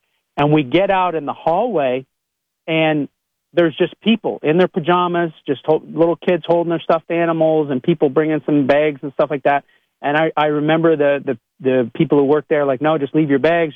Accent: Ontario, Canada; now in Lancaster County, Pennsylvania, United States; I'm from Eastern Ontario, Canada. So like I live in Lancaster County now, and driving from Lancaster County to say Pittsburgh is like the equivalent of driving from my hometown to the big city of Toronto.

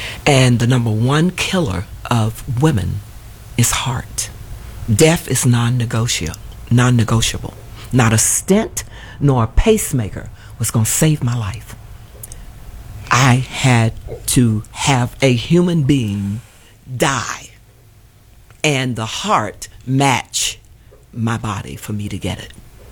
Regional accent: St. Albans, West Virginia, United States; also born or lived in Charleston, West Virginia; Born and raised in St. Albans, West Virginia.

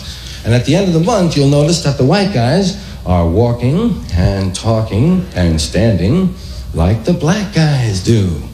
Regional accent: New York, United States; And we call our little neighborhood White Harlem, because it sounded bad, you know? Where are you from? White Harlem. Sound up, sound down. The real name was Morningside Heights.

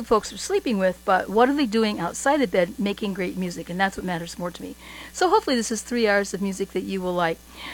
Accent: Midwest, United States; And I'm from the Midwest.

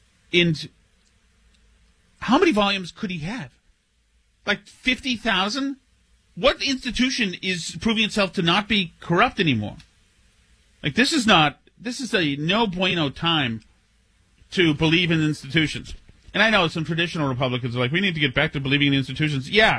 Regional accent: Winchester, Massachusetts, United States; now in Newburyport, United States; I'm a North Shore guy. I'm from Winchester, and I'm way up here in Jupiter. I'm in Newburyport now.

